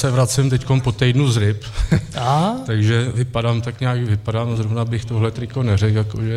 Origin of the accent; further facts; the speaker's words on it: Písek, South Bohemian Region, Czechia; born there; now in Milevsko, Czech Republic; Písecký nejsem, narodil jsem se tady, ale bydeme v Milevsku.